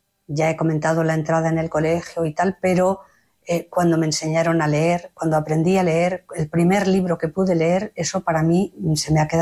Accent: Finisterre, Galicia, Spain; entonces Sevilla, en el año 70, estaba muy lejos de Finisterre, que es de donde yo soy, en todos los sentidos.

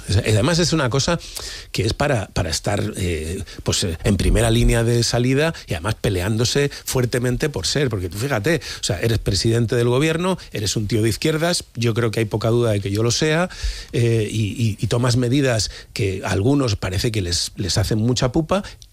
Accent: Valladolid, Castile and León, Spain; Yo era feliz como alcalde de Valladolid

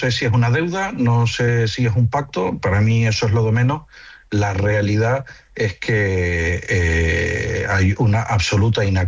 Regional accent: Canary Islands, Spain; Ya digo que yo también, que soy canario

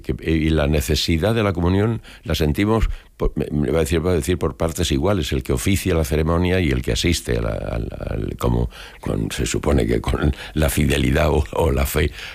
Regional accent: Chinchón, Community of Madrid, Spain; Yo no, soy de Chinchón, todo el mundo lo sabe.

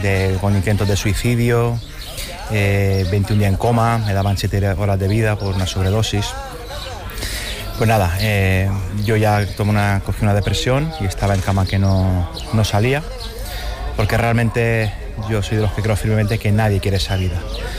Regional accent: Balearic Islands, Spain; Yo soy de Mallorca

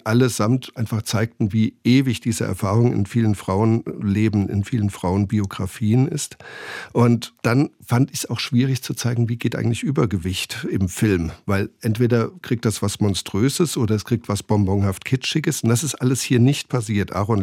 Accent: Hunsrück, Germany; Und ich komme selbst aus der Gegend

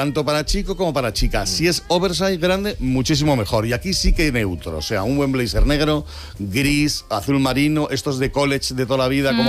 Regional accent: Madrid, Community of Madrid, Spain; yo soy madrileño, pero soy de madre aragonesa.

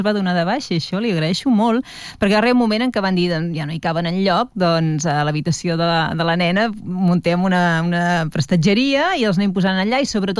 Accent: Vilafranca del Penedès, Catalonia, Spain; also born or lived in Barcelona; jo em sento més vilafranquina que res, no? Jo veig les vinyes i ja em sento a casa. Sí. I allà vaig passar la infància fins als 18 anys, que vaig tornar a Barcelona per estudiar.

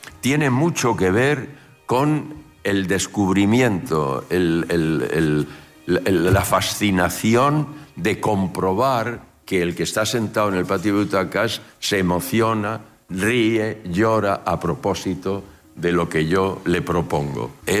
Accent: Chinchón, Community of Madrid, Spain; Este sombrero estaba en una caja de cartón y en la cámara de mi pueblo de Chinchón. Yo trepaba por las escaleras a la cámara

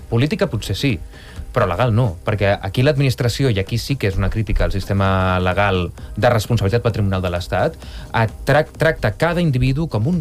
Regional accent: Barcelona, Catalonia, Spain; Però jo vaig dir, no, jo sóc del Putxet i el Ferró, i un veí del Putxet em va dir, no, tu ets del Ferró.

